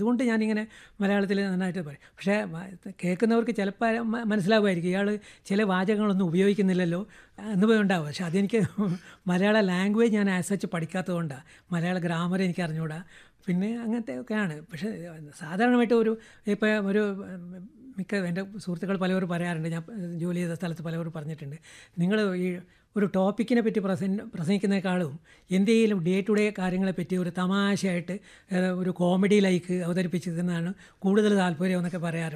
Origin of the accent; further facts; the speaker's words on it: Kerala, India; ഞാൻ ജനിച്ചതും വളർന്നതും പിന്നെ അതിനുശേഷം ജോലി ചെയ്തതും ഇപ്പോൾ പെൻഷൻ വാങ്ങുന്നതും എല്ലതും ഫുൾ കേരള സ്റ്റേറ്റിൽ തന്നെയാണ്.